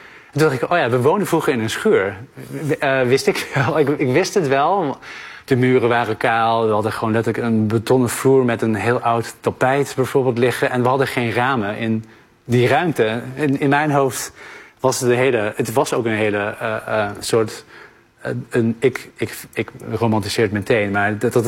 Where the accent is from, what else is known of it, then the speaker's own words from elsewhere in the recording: Netherlands; ik denk vooral toen ik in Nederland hier opgroeide. Ja, ik ben hier geboren en hier naar school ging.